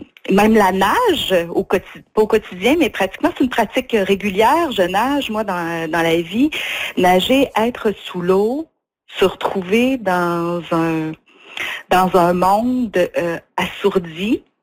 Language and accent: French; Gaspé, Quebec, Canada; je suis gaspésienne, hein, je viens de Gaspé.